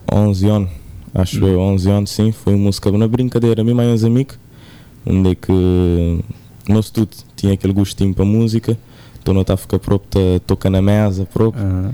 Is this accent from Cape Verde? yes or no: yes; Sal, Cape Verde; Nunca nasci ali, nasci na São Sendo, mas criei toda a minha vida ali na sala. Então, te considero a mim mesmo um salgadinho.